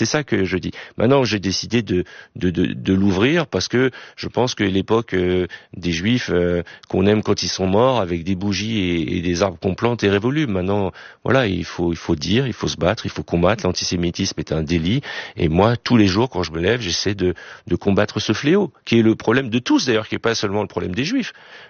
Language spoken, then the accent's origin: French; France; Je suis français, juif d'abord. Même si depuis quelque temps on me parle souvent sous le prisme de ma judéité, je suis français avant tout. J'ai une attache avec Israël, comme beaucoup de juifs